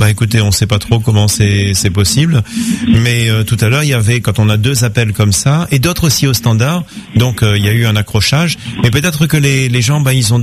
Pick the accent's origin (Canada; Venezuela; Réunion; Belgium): Réunion